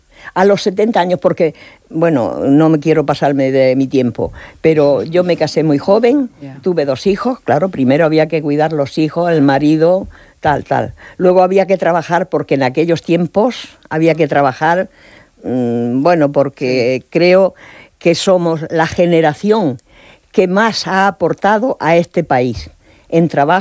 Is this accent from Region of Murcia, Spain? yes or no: yes; Cartagena, Region of Murcia, Spain; moved away as an adult; now in Murcia, Spain